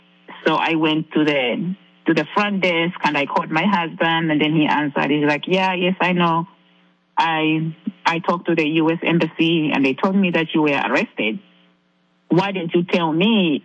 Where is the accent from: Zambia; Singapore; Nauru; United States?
Zambia; I am I'm not a U.S. citizen. I'm from Zambia, Africa.